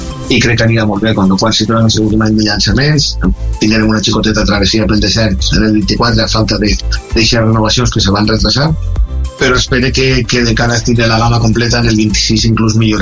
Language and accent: Catalan; Cullera, Valencian Community, Spain; Jo soc de Cullera